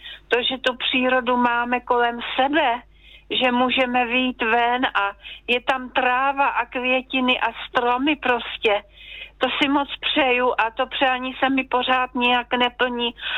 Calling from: Trutnov, Hradec Králové Region, Czechia; ale i u nás v Trutnově, protože tady nejvíce dnů, co bylo, tak bylo tak 19 až 22 stupňů a dneska máme těch 10.

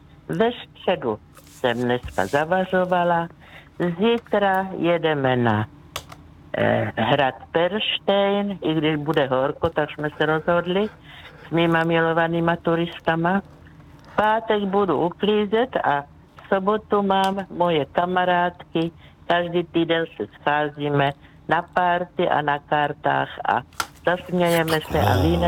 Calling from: Břeclav, South Moravian Region, Czechia; já jsem z Moravy, takže tam od Břeclavy, takže u nás bylo vždycky vína dost

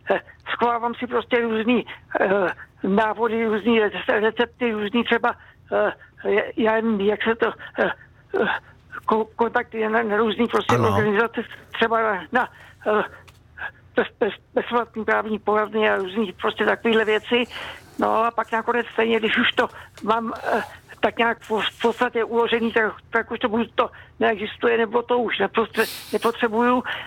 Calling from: Prague, Czechia

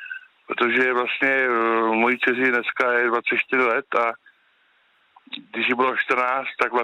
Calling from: Sokolov District, Karlovy Vary Region, Czechia; já jsem ze Sokolovska

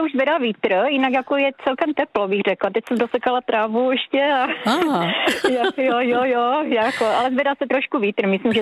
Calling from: Havířov, Moravian-Silesian Region, Czechia; A předtím jsem volala z Havířova z domu a teď jsme na chatě v Těrlicku

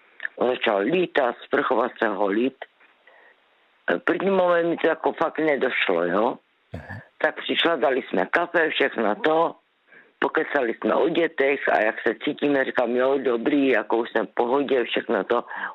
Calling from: Zlín Region, Czechia; zdravím všechny posluchače, hlavně z Valach, protože jsem z Valašska.

